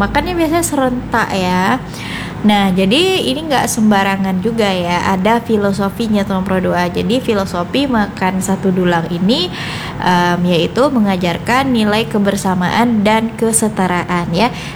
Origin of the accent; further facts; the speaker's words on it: Riau Islands, Indonesia; kita orang Melayu Natuna